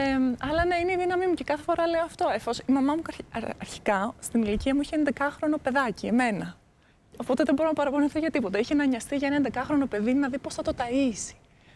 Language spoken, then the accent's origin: Greek; Greece; born there; also born or lived in Moldova; γεννήθηκα στη Μολδαβία, μεγάλωσα εδώ, αλλά είμαι εδώ από τα 8, είμαι εδώ, πήγα σχολείο, οπότε για μένα είναι αυτή η χώρα μου, αλλά ταυτόχρονα έχω και δεύτερη χώρα.